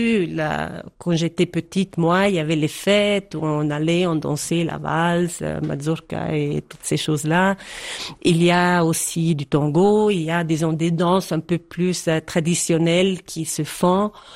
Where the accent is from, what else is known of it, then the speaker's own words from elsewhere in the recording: Poschiavo, Graubünden, Switzerland; also born or lived in Geneva; Quand j'étais à Genève et puis on me demandait, et je disais je suis du Val Poschiavo, vous disiez ah waouh, chouette, les montagnes, etc.